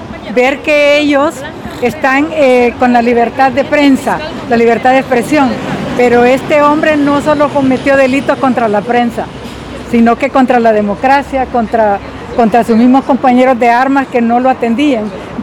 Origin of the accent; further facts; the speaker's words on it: El Progreso, Yoro, Honduras; en mi pueblo, en Progreso